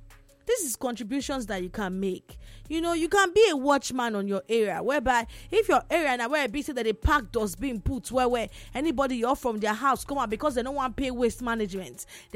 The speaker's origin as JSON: {"language": "English", "country": "Nigeria"}